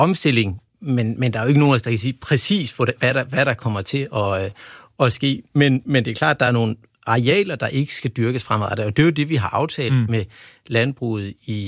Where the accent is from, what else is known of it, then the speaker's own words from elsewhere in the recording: Vejle, Region of Southern Denmark, Denmark; jeg er jo også en af dem, der har brændt, som jeg kommer fra Vejle, fanget masser af fladfisk.